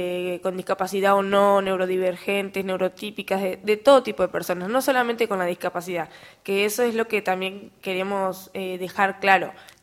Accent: Montevideo, Uruguay; moved away as an adult; now in Fray Bentos, Uruguay; soy de Montevideo.

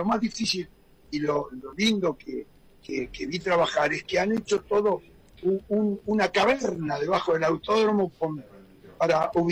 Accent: Buenos Aires, Argentina; son años desde niño que estoy acá, siendo un porteño, uno de los pocos porteños que en esa época corría

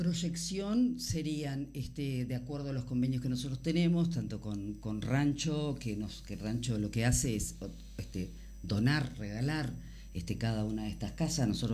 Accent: Paysandú, Uruguay; now in Salto, Uruguay; yo soy oriunda de Paysandú

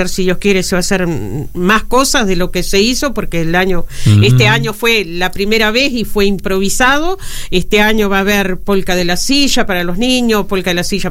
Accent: Uruguay; moved away as an adult; Yo soy nacida y criada uh-huh, ahí. Yo tuve hasta los 18 años y 20 tuve ahí en mi pueblo. Ahora hacía 32 años que no iba

